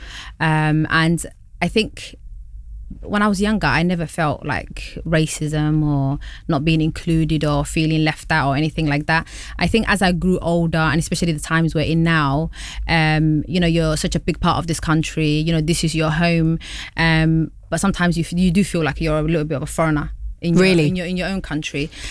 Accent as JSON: {"language": "English", "region": "London", "country": "United Kingdom", "tie": "born or raised there", "also_born_or_lived": "Somalia", "said": "London is my hometown. I'm from here. I'm from South East London. I grew up here. I came here as a refugee child in the 90s."}